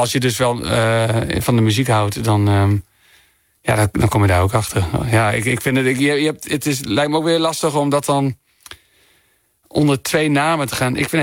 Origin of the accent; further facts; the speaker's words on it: Groningen, Netherlands; grappen zijn die je gewoon echt als Groninger gewoon denkt, ach, oh ja, dat woord, dat heb ik lang niet gehoord.